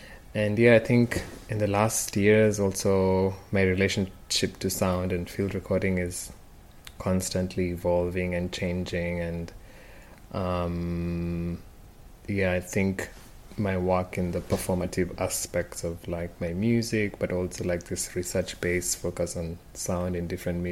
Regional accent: Nairobi, Kenya; now in Berlin, Germany; I'm from Nairobi, Kenya, based in Berlin at the moment, and also in between the two cities.

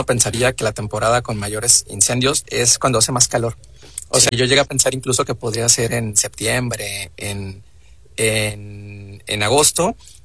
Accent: Coyotitán, Sinaloa, Mexico; moved away; Yo soy de Coyotitán, Sinaloa, del municipio de San Ignacio.

